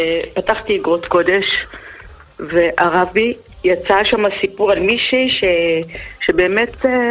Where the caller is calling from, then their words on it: Jerusalem, Jerusalem District, Israel; אני בירושלים.